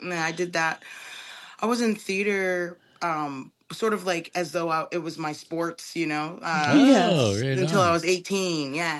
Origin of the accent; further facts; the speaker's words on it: Cape Breton, Nova Scotia, Canada; moved away; I grew up singing with my mom and our family back in Cape Breton.